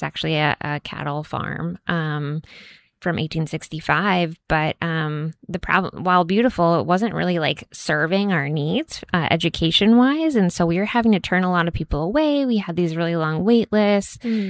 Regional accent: Nashua, New Hampshire, United States; You know, I'm from Nashua. Actually, I grew up in Nashua.

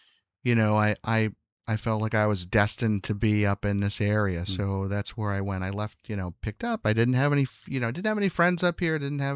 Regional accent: Pennsylvania, United States; moved away; also born or lived in Suffern, New York; So that's where I was born. But I ended up really growing up outside Philadelphia.

